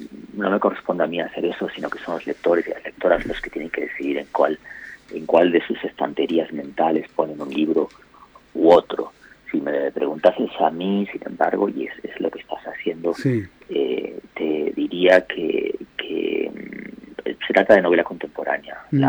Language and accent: Spanish; Argentina; moved away; Iba a decir que más allá de que mi acento haya cambiado, que yo lleve hasta el más tiempo viviendo fuera de Argentina que en el país